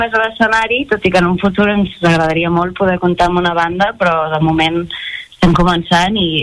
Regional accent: Roda de Ter, Catalonia, Spain; jo soc de Roda de Ter, llavors tinc una connexió especial

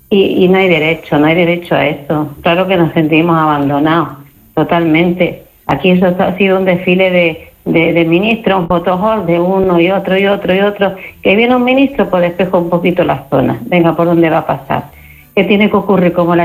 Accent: Spain; Ninguno, todos somos españoles.

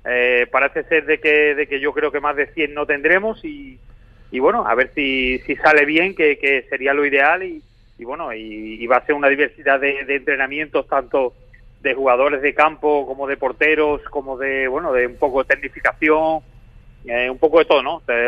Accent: Seville, Andalusia, Spain; now in Lanzarote, Spain; al final soy sevillano

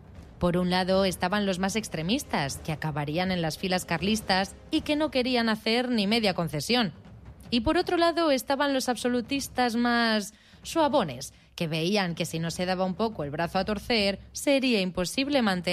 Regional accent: Granada, Andalusia, Spain

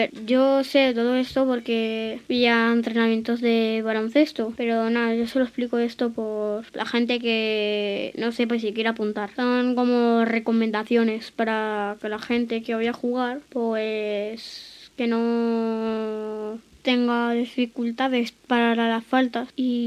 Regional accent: Ávila, Castile and León, Spain; born there; also born or lived in Andalusia; yo nací en Ávila, pero también soy de Andalucía.

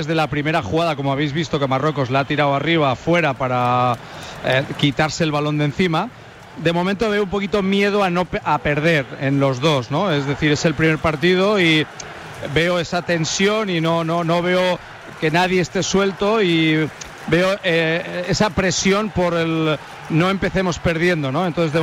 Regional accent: Brazil; Como brasileña, quiero decir que Brasil ahora ya no es el Brasil del 70.

